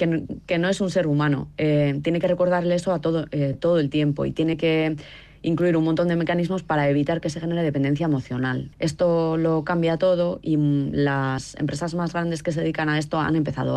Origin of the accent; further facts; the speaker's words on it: San Sebastián, Basque Country, Spain; now in Beijing, China; en mi ciudad natal, en Donosti